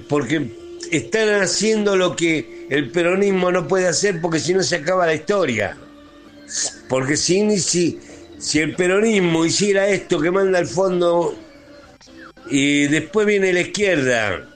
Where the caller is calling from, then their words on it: Avellaneda, Buenos Aires Province, Argentina; de Avellaneda, 69 años, auxiliar de educación.